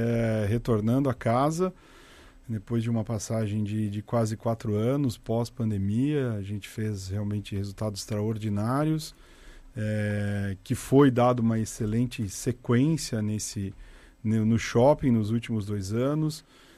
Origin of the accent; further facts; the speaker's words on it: Joinville, Santa Catarina, Brazil; moved away as an adult; also born or lived in Jaraguá do Sul / Goiânia / Brasília / São Paulo; embora eu sou de Joinville, a minha carreira passou muito fora daqui, foram isso, quase 20 anos.